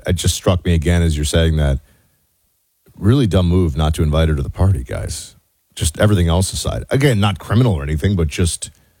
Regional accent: New York City, New York, United States; I grew up in New York City, but I got to college and I was like, what is that thing?

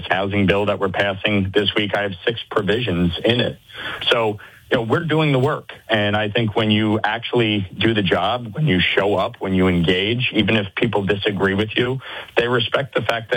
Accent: Orangetown, New York, United States; and my hometown, the town of Orangetown, we will be having a big parade on July 4th.

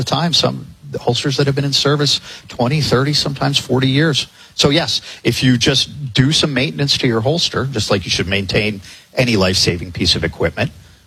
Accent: Connecticut, United States; now in Arizona, United States; You know, I grew up in Connecticut, but I went to gun sight shortly after I moved out here to Arizona in 2003.

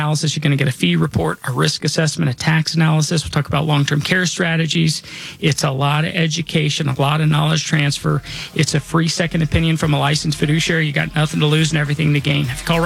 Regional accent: Denver, Colorado, United States; born or raised there

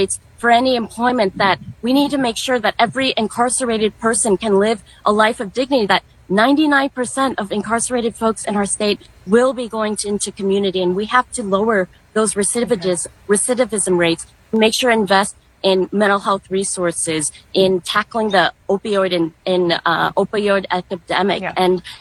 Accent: Madison, Wisconsin, United States; We had a police shooting in my hometown of Madison, Wisconsin. And it's actually the third one to happen on Willie Street, which is in my district.

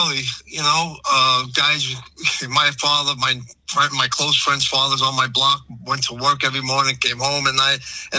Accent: Brooklyn, New York, United States; born or raised there

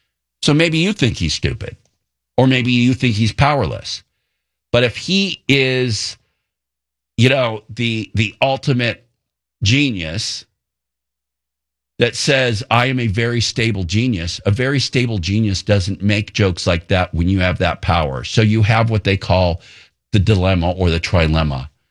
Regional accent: Ventura County, California, United States; now in San Diego, United States; Growing up in Ventura County on the border

